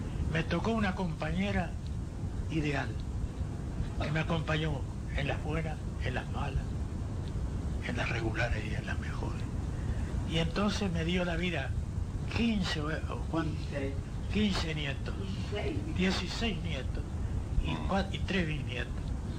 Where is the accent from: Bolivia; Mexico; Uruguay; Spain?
Uruguay; Melo, Cerro Largo; born there; moved away as an adult; also born or lived in Paysandú; now in Rocha, Uruguay; De Melo, de donde soy oriundo, fui a Paysandú, una maravillosa ciudad. De Paysandú volví a Melo.